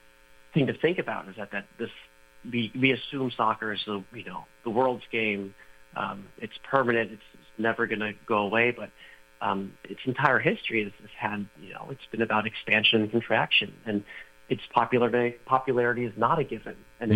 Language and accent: English; United States; as an American